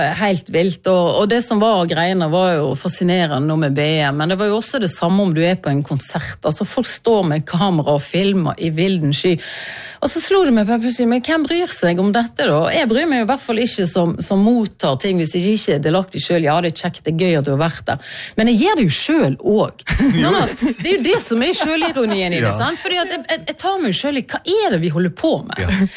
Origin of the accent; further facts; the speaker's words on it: Vestland, Norway; Ja, jeg er jo stril, sant? Så jeg prøver jo å holde på språket.